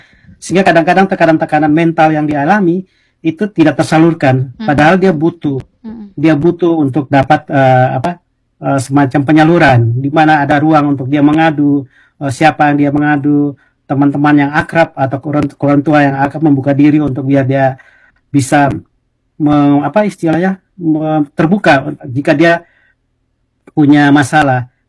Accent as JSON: {"language": "Indonesian", "town": "Surabaya", "region": "East Java", "country": "Indonesia", "tie": "born or raised there", "said": "kampung saya Surabaya"}